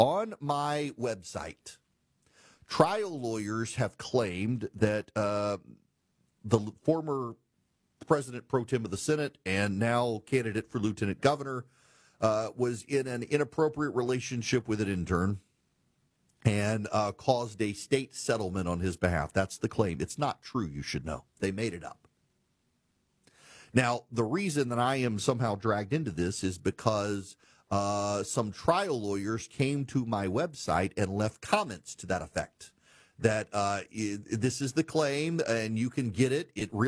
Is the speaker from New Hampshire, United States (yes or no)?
no; Louisiana, United States; There are businesses packing up and fleeing my home state of Louisiana.